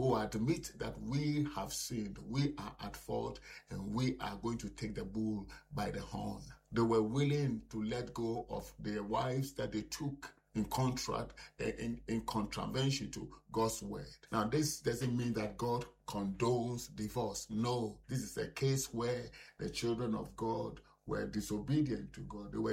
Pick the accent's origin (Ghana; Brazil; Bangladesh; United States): Ghana; let us zero it in on my beloved country, Ghana. As I told you, I want to let you know I was born on March 6, 1957. So Ghana is in my heart.